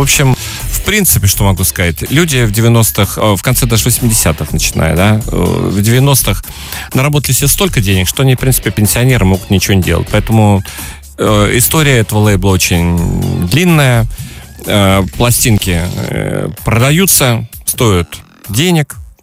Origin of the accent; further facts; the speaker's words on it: Moscow, Russia; Я говорю, ну, я в Москве, из Москвы, говорю, мы вот вашу музыку слушаем